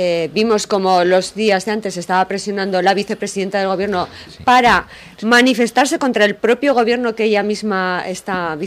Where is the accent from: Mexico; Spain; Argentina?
Spain; yo me siento avergonzada como española de lo que se está viviendo en estos momentos